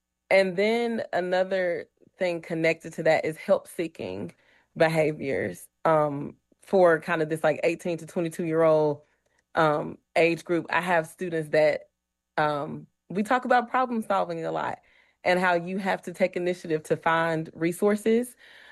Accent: Mississippi, United States; And I come from a I grew up in Mississippi, and you didn't have a choice.

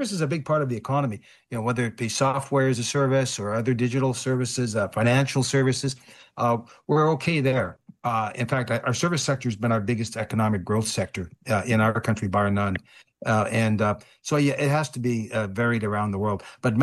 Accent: Western Canada, Canada; I am, as a Canadian.

